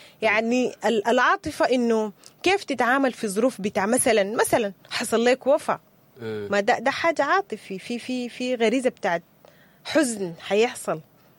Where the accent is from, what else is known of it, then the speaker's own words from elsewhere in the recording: Sudan; إحنا كسودانيين